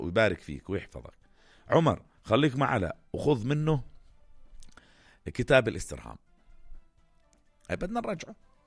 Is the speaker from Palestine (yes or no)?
no; Jordan; عندنا بالأردن